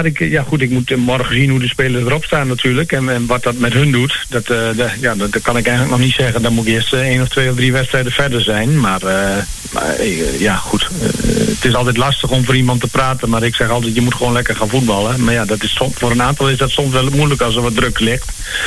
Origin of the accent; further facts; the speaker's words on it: Ruinen, Drenthe, Netherlands; now in Hoogeveen, Netherlands; ik ben ook opgegroeid in Ruinen.